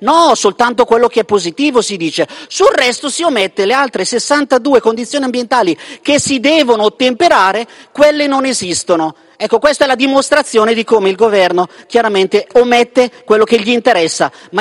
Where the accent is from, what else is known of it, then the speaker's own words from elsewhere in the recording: Lombardy, Italy; mentre io ad esempio sono lombardo